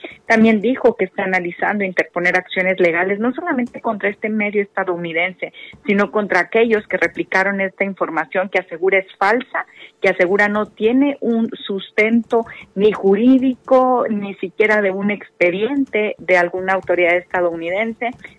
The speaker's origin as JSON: {"language": "Spanish", "country": "Mexico", "lives_now": "Tamaulipas, Mexico"}